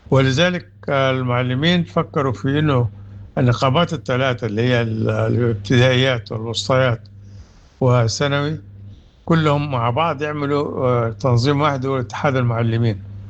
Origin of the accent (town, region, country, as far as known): Sudan